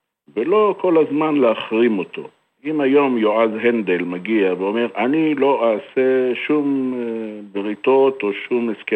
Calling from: Hod HaSharon, Central District, Israel; אני מהוד השרון, בן 72

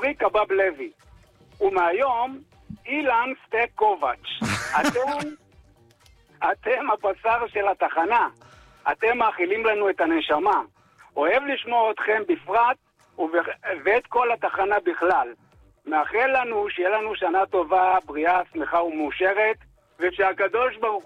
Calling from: Tel Aviv, Tel Aviv District, Israel; אני מתל אביב

